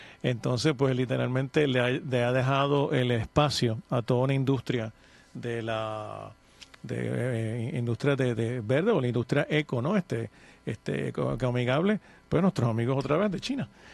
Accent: Puerto Rico

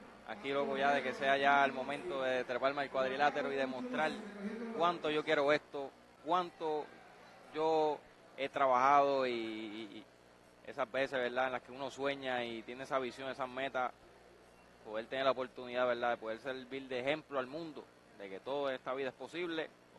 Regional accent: Yauco, Puerto Rico; para Yauco, para mi pueblo

